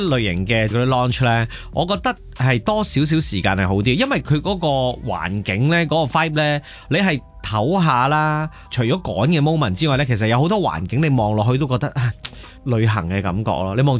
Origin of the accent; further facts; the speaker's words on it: Hong Kong; 我哋香港人